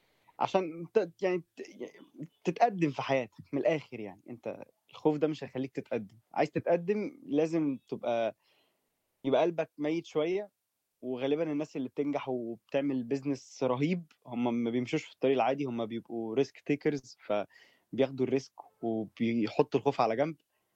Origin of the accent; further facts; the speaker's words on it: Egypt; احنا بجد كمصريين شطار قوي في الأمثلة